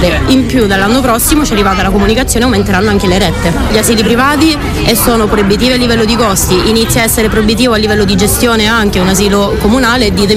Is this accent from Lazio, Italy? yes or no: no; Sicily, Italy; io sono siciliana, mio marito napoletano